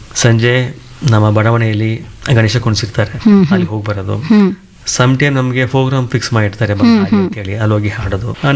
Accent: Bangalore, Karnataka, India; ನಾನು ಬೇಸಿಕ್ ಬೆಂಗಳೂರಮ್ಮ, ನಾವು ಹುಟ್ಟಿದೆಲ್ಲ ಸಂಪಗಿರಾಮನಗರ.

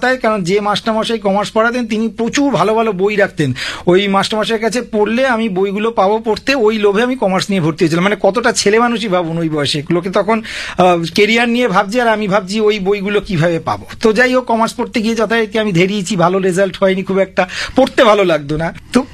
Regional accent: Nabagram, West Bengal, India; এটা হচ্ছে পঞ্চায়েত এলাকা, সেই নবগ্রাম পঞ্চায়েত এলাকায় আমার জন্ম, আমার বেড়ে ওঠা, আমি আজ 50 বছর বয়স পর্যন্ত ওখানেই আছি

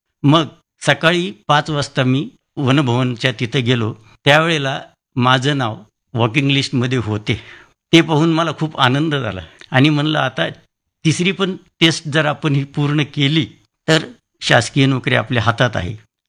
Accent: Bidkin, Maharashtra, India; माझं गाव आहे बिडकीन

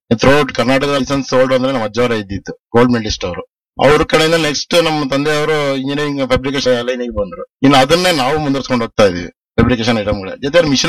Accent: Shivamogga, Karnataka, India; ನಾನು ಹುಟ್ಟಿದ್ದು ಶಿವಮೊಗ್ಗದಲ್ಲೇ, ಕಾನ್ವೆಂಟ್ ಅಲ್ಲಿ ಓದಿದ್ದು.

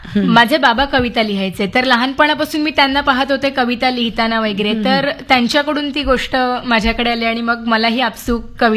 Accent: Devgad, Maharashtra, India; now in Mumbai, India; नाही, मी मूळची देवगडची

